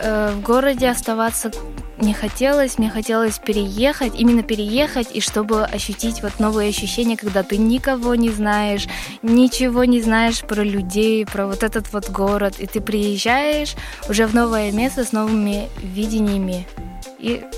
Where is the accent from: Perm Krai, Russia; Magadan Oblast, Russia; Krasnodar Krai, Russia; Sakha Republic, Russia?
Sakha Republic, Russia; Yakutsk; moved away as an adult; now in Mirny, Russia; я из Якутска, вообще город Якутск, он сам большой